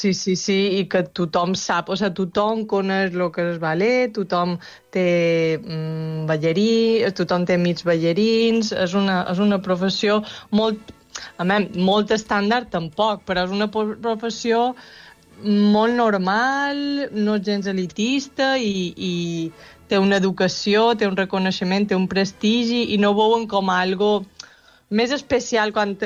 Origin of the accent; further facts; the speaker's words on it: Esporles, Balearic Islands, Spain; also born or lived in Banyabufar; Jo vaig néixer a Banyabufar, però en els 4 anys vàrem anar a Escola Esporles i després vaig continuar en el Conservatori de Palma.